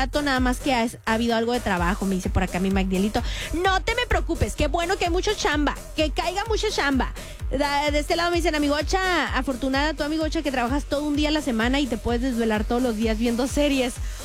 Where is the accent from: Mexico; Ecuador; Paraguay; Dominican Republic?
Mexico; somos los mismos mexicanos